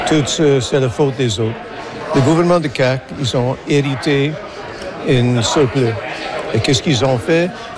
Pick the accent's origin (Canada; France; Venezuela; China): Canada; Quebec City, Quebec; born there; French is a second language; Je suis né à Québec, je vous parle en français en dépit du système scolaire à l'époque.